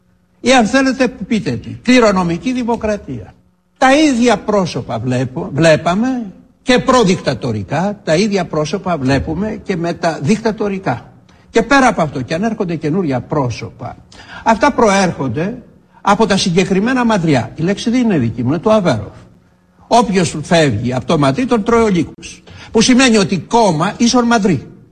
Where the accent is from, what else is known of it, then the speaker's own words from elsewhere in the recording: Peloponnese, Greece; Στην πατρίδα μου τη Μάνη λένε το χαμηλό, το γάιδαρο, όλοι τον καβαλάμε.